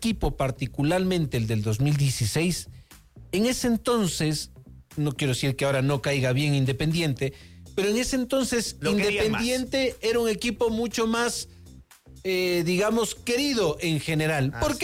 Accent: Ecuador; ya no pasó esto de que vamos todos al estadio porque somos ecuatorianos.

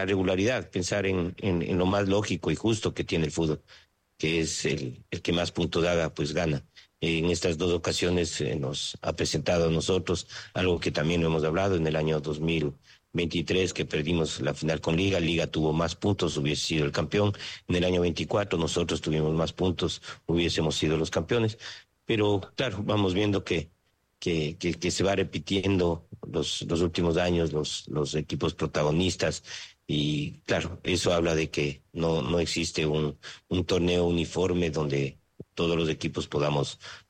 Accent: Ecuador; como ecuatoriano y como gente de fútbol

